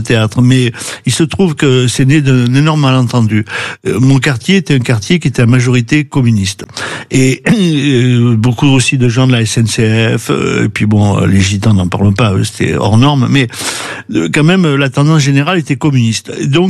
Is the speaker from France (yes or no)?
yes; Avignon, Provence-Alpes-Côte d'Azur, France; also born or lived in Lyon / Les Angles; mon papa lui était de Lyon, et donc je suis né à Lyon, mais j'ai grandi à Avignon parce que j'étais mieux dans ma famille italienne que dans ma famille lyonnaise.